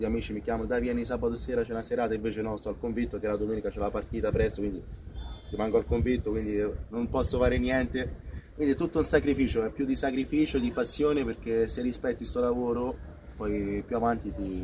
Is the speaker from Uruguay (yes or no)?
no; Tunisia; perché mi piaceva cambiare mentalità, di venire a giocare con il mio paese, di aiutarli. E quindi ho scelto la Tunisia